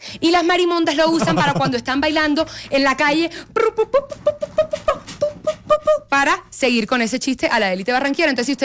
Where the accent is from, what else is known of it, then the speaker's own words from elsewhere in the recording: Bogotá, Colombia; para que se den cuenta que, bueno, de pronto soy cachaca, pero tengo.